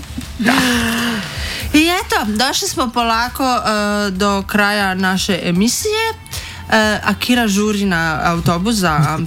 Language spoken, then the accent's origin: Bosnian; Tuzla, Federation of Bosnia and Herzegovina, Bosnia & Herzegovina; born there; ja znamo sam rođena odakle, u Tuzli.